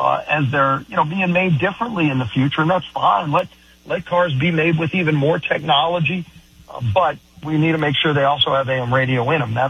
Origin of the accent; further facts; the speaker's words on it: New Orleans, Louisiana, United States; I come from New Orleans. When Hurricane Katrina hit, you had power out for 3 weeks.